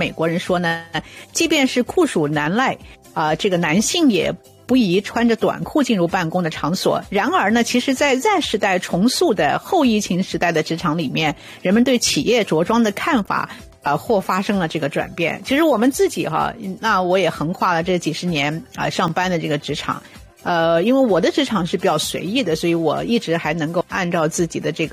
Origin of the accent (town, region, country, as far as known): Toronto, Ontario, Canada